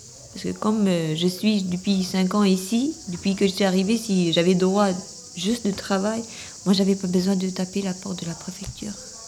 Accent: Albania; French is a second language; now in France; Oui, mais je suis venue de l'Albanie.

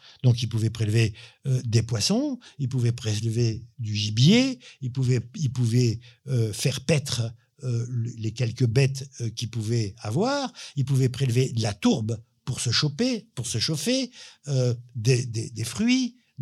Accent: Rabat, Rabat-Salé-Kénitra, Morocco; moved away; Moi, je suis né au Maroc. À Rabat, bon, j'ai habité plusieurs quartiers, et à Rabat, on avait un quartier qui s'appelait Lagdal.

